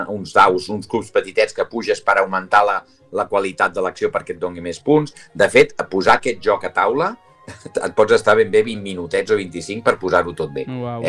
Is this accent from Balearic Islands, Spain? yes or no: no; Barcelona, Catalonia, Spain; com a barceloní, soc nascut a Barcelona i criat a Barcelona, tot el que sigui Barcelona em tira molt, eh?